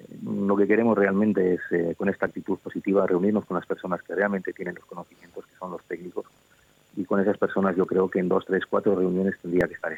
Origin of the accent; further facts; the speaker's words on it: Hondarribia, Basque Country, Spain; somos un barrio, que somos de Hondarribia, que nos merecemos el mismo respeto y tenemos los mismos derechos